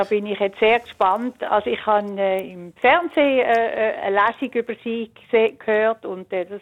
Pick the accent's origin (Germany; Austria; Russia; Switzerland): Switzerland; Basel, Basel-Stadt; now in St. Gallen, Switzerland; Ja, das ist, Basel ist eigentlich meine Heimat. Also, und ich wohne jetzt einfach schon lange in St. Gallen, aber ich gehe immer wieder gerne auf Basel.